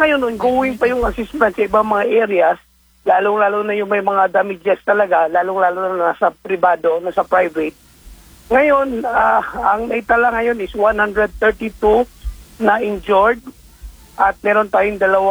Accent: Soccsksargen, Philippines; doon kasi sa amin sa South Cotabato

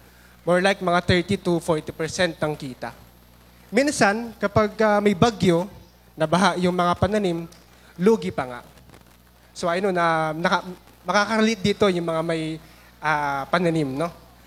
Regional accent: Santo Tomas, Cagayan Valley, Philippines; born there; ako po ay pinanganak sa Santo Tomas Isabela po. So Ilocano po ako.

